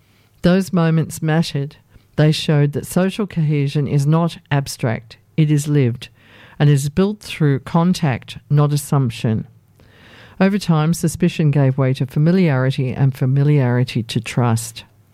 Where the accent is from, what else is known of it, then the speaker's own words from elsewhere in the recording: Bangladesh; moved away as an adult; also born or lived in Malaysia / Canada; now in Australia; I was born and raised in Bangladesh. Later, I received a Malaysian government scholarship to study economics at the International Islamic University, Malaysia